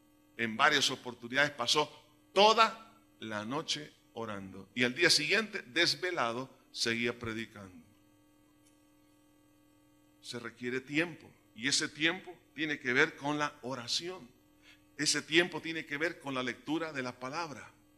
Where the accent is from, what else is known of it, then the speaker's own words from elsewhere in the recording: El Salvador; no progresamos, hermanos, como salvadoreños